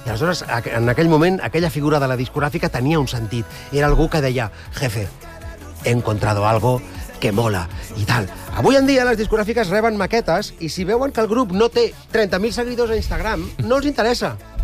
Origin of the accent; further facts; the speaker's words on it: Catalonia, Spain; sóc català, visc a Catalunya